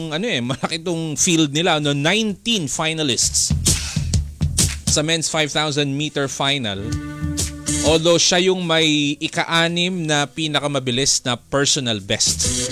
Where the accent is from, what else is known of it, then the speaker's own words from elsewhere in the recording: Oriental Mindoro, Philippines; Yung hometown ko mga isa't kalahating oras away from Puerto Galera.